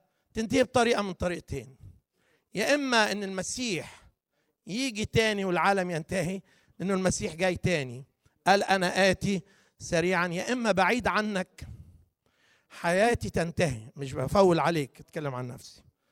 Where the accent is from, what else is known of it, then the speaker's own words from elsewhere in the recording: Upper Egypt, Egypt; عندنا في الصعيد يا مش عارف انتوا بتصرخوا على الميت